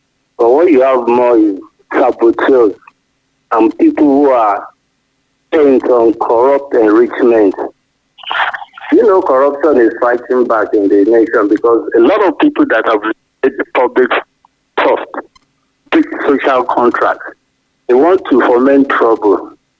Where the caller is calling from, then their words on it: Ibadan, Oyo, Nigeria; I'm calling from Ringo, Ibadan.